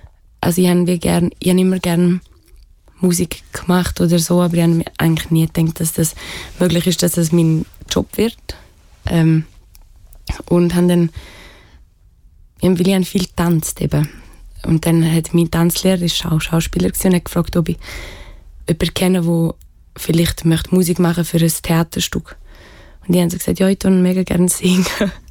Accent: Graubünden, Switzerland; Es gibt dort, wo ich aufgewachsen bin, nicht mega viele Vorbilder für das.

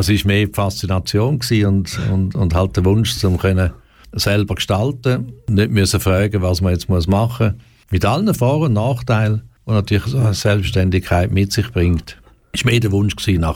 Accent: Romanshorn, Thurgau, Switzerland; born or raised there

